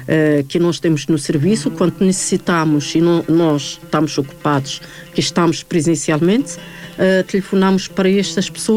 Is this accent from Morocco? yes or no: yes; Berkane, Oriental, Morocco; Portuguese is a second language; moved away as an adult; also born or lived in central Morocco / Rabat; now in Portugal; Mas cresci na Berkane, numa cidade que faz fronteira com a Argélia, onde que eu estudei, onde que eu cresci com os meus pais.